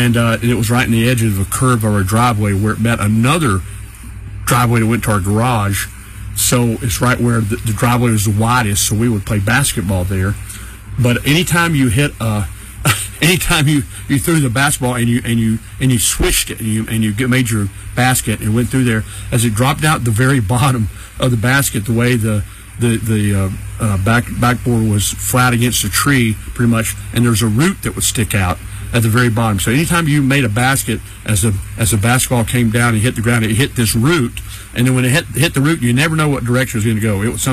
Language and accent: English; Charlotte, North Carolina, United States; moved away; I grew up in Charlotte, North Carolina, east of here in the mountains, down into Upper Piedmont down there